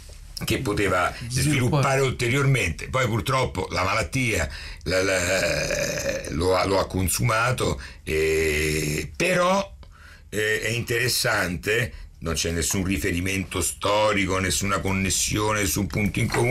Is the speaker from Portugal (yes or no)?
no; Romania; una cultura strumentale che non è soltanto fatta per noi che veniamo dalla Romania, da Enescu e da compositori successivi